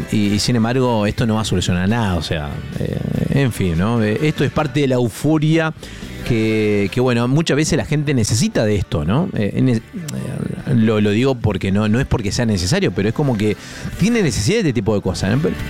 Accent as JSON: {"language": "Spanish", "country": "Argentina"}